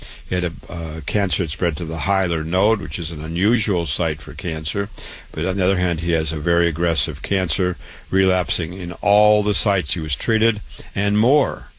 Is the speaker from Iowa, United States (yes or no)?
yes; Waterloo, Iowa, United States; just to introduce myself for a moment, I was born and raised in Waterloo, Iowa. I went to public schools